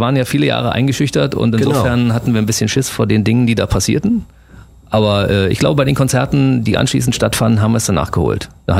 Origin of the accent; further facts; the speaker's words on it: East Berlin, Berlin, Germany; Ich bin in der DDR aufgewachsen, allerdings als Ostberliner.